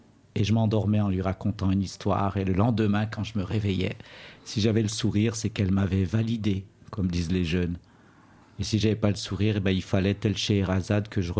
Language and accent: French; Saint-Étienne, Auvergne-Rhône-Alpes, France; je suis né à Saint-Étienne en 1973, c'était au mois de mai, dans un quartier qui s'appelle Montréno, un quartier populaire à l'extérieur de la ville, ce qu'on appellerait aujourd'hui une ZUP, un quartier.